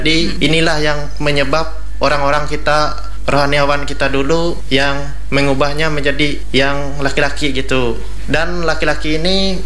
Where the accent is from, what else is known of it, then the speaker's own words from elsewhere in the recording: Rungan District, Central Kalimantan, Indonesia; di daerah saya itu di Kecamatan Rungan, Kabupaten Gunung Mas ya.